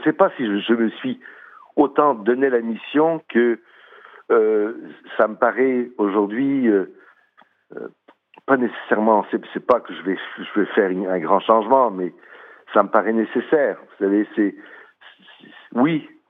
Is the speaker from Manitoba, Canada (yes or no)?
no; Quebec, Canada; chez nous au Québec